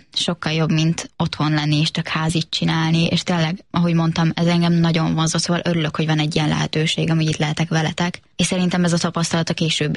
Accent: Hungary; itt születtem, itt nőttem fel, itt élünk most is

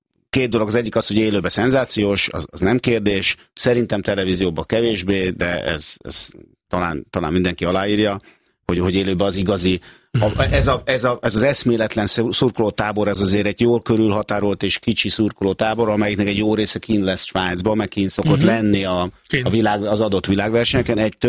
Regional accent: Hungary; Mondtuk, hogy igen, magyarok vagyunk.

